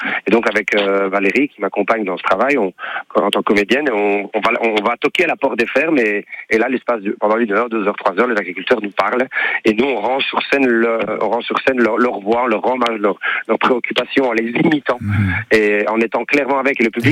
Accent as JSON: {"language": "French", "country": "Belgium", "said": "on est belge. Toute l'équipe de tournée ici avec nous, on est tous belges"}